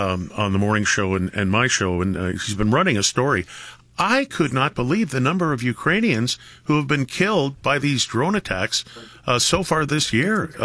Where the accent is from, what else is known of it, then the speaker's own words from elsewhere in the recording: Toronto, Ontario, Canada; moved away; Toronto's my hometown.